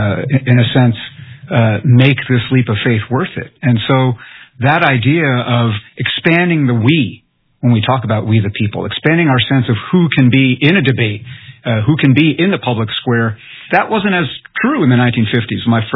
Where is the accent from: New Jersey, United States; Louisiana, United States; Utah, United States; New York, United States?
New York, United States; also born or lived in Poughkeepsie; I'm a son of Chinese immigrants. I was born in Poughkeepsie, New York. I was raised in the Hudson Valley